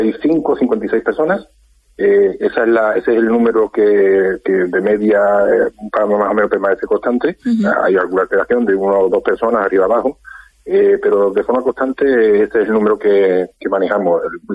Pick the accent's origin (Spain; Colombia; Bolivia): Spain; Campillos, Andalusia; la mayoría de las personas que componemos la formación somos de aquí, de la localidad.